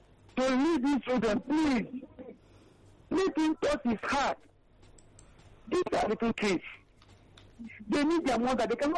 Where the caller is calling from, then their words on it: Lagos, Nigeria; calling from Apapa.